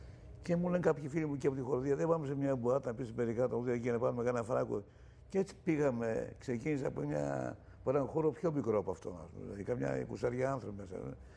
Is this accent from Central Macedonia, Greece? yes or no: yes; Doubia, Central Macedonia, Greece; moved away; also born or lived in Piraeus; Είμαι από τα Δουμπιά, βγάζει ένα περίφημο μεταλλικό νερό.